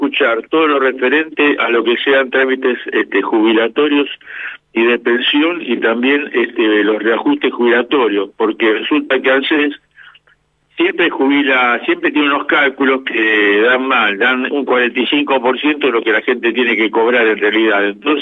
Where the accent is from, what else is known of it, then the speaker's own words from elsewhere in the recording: Lanús, Buenos Aires Province, Argentina; born there; nuestro origen está en la provincia de Buenos Aires, en la localidad de Lanús, así que también somos bonaerenses de nacimiento, como muchos de ustedes, y llevamos el alma de la provincia dentro de nuestro corazón.